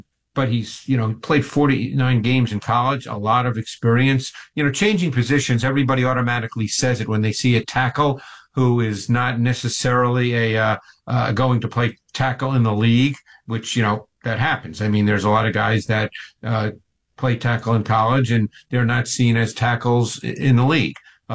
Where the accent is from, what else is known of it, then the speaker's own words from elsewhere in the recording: New York City, New York, United States; I grew up in Queens in New York